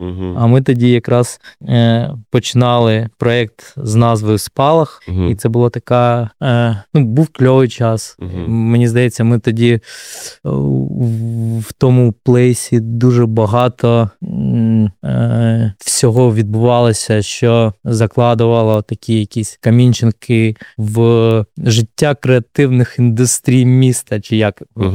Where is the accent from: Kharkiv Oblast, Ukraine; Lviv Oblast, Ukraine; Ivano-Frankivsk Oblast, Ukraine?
Kharkiv Oblast, Ukraine; Kupiansk; born there; Десь я народився в Куп'янську, приїхав в Харків навчатися в фармацевтичний університет.